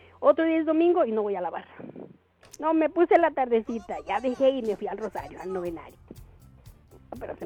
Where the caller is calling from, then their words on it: Mexico; como todo mexicano